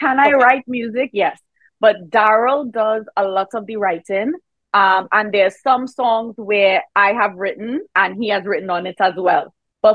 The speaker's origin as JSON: {"language": "English", "country": "Trinidad & Tobago", "said": "I am from Trinidad. I play mass."}